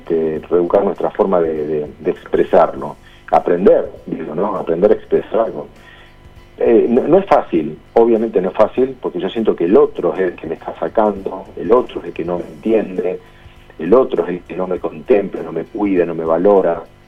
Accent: Argentina; somos muy argentinos, o somos bastante argentinos, ¿no?

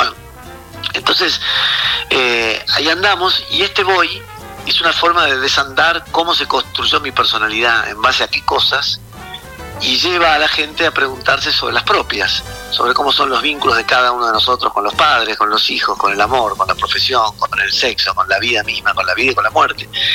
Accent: Argentina; nuestra cultura

